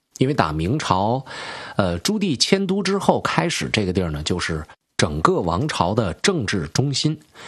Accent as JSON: {"language": "Chinese", "region": "Northeast China", "country": "China", "said": "那我是东北人，"}